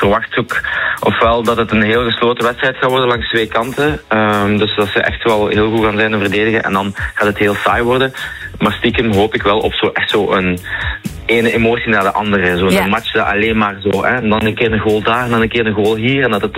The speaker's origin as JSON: {"language": "Dutch", "country": "Belgium", "said": "Ik ben zowel Belg als Marokkaan. Ik ben zowel trots op beide landen."}